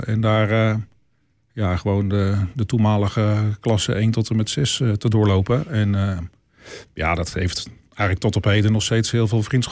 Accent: Warmond, South Holland, Netherlands; En daar liggen mijn roots. Dus echt wel tot mijn 25e geboren en getogen in Warmond.

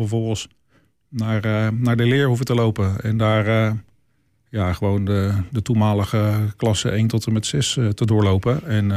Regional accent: Warmond, South Holland, Netherlands; moved away as an adult; En daar liggen mijn roots. Dus echt wel tot mijn 25e geboren en getogen in Warmond.

